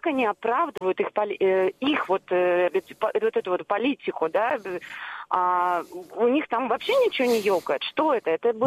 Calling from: Saint Petersburg, Russia; я из Санкт-Петербурга.

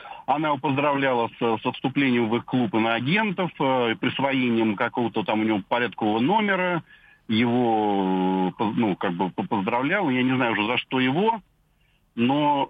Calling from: Moscow, Russia; из Москвы.

